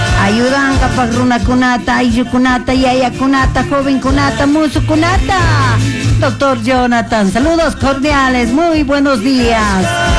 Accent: Chimborazo, Ecuador; mi tierra natal, Amulaca Saloma, para toda la familia … en Riobamba, barrio La Coca-Cola

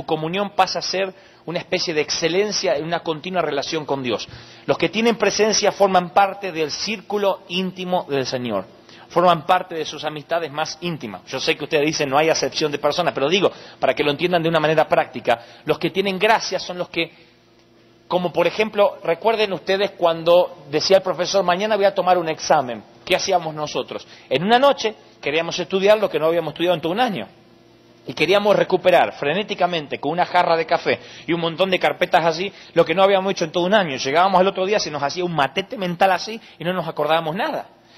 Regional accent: Argentina; no queríamos reconocer como buenos argentinos, pedantes y orgullosos, de que necesitábamos tener algo diferente

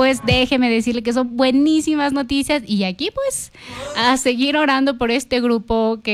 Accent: Ecuador

